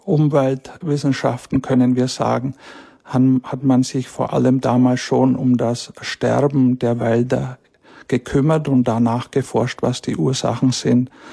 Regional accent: Pottenstein, Bavaria, Germany; moved away; Ich stamme gebürtig aus dem Erzbistum Bamberg, aus der Gemeinde Pottenstein in der Fränkischen Schweiz, eine auch sehr schöne Gegend aus einem kleinen Ort. Und in diesem kleinen Ort bin ich aufgewachsen

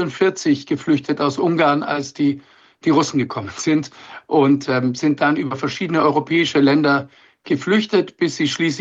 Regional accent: Germany; born there; Und dann, als ich geboren bin, bin ich in Deutschland geboren. Und so habe ich eine deutsche Staatsbürgerschaft.

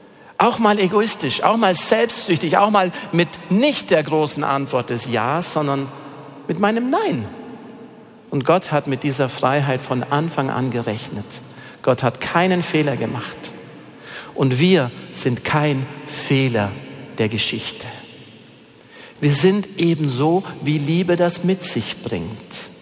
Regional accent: Bavaria, Germany; hier in Bayern, ich komme aus dem Allgäu

